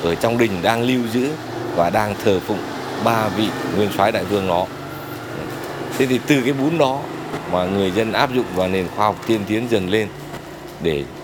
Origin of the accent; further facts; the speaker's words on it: Hanoi, Vietnam; trong đình So của chúng tôi